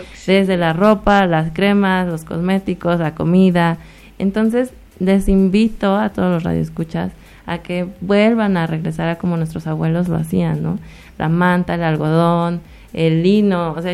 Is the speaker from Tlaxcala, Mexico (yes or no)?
yes; Tlaxcala, Mexico; yo soy de Tlaxcala